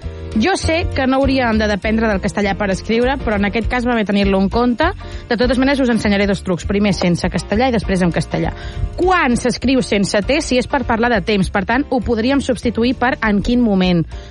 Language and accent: Catalan; Lleida, Catalonia, Spain; jo sóc de Lleida i ho pronuncio tot igual.